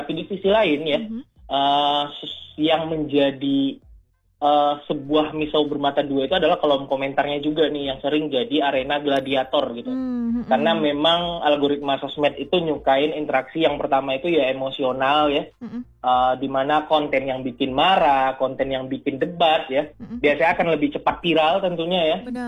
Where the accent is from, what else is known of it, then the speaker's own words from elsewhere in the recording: Pekanbaru, Kampar, Riau, Indonesia; now in Jakarta, Indonesia; Oke, saya sebenarnya aslinya dari Pekanbaru ya, Kampar sebenarnya. Tapi domisili di Jakarta